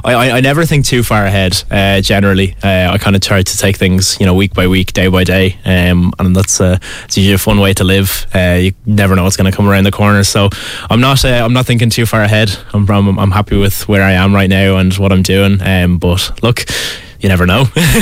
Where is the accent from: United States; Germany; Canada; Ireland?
Ireland; Bray, Leinster; Well, I'm from Bray, born and bred, more or less. So I've grown up here for years. I went to school here. I play hurling and Gaelic here.